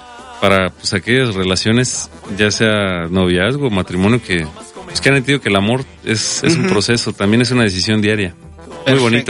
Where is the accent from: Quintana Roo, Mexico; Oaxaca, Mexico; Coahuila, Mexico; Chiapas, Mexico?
Chiapas, Mexico; Nosotros tenemos punto en el sureste, originario del estado de Chiapas